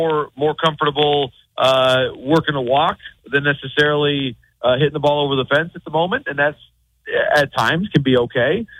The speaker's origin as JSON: {"language": "English", "region": "Midwest", "country": "United States", "said": "And I'm from the Midwest in a small town, Mike."}